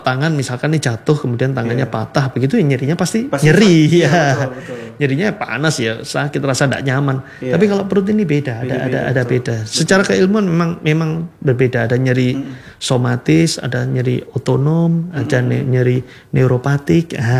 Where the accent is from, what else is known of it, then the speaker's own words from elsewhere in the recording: Java, Indonesia; Kalau kebetulan saya dari Jawa ya, ada yang bahasanya dia mules lah